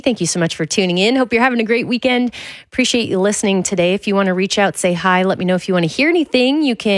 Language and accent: English; Rockford, Illinois, United States; Also want to shout out Dan from Rockford, Illinois, my hometown